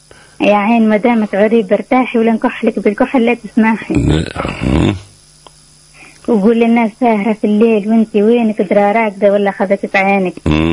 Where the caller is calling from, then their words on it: Ben Gardane, Medenine, Tunisia; من بنجردان.